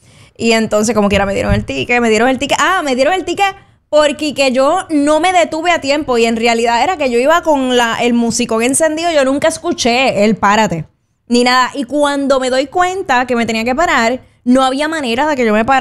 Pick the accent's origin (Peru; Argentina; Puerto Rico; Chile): Puerto Rico; Caguas; Mi pueblo, mi querido pueblo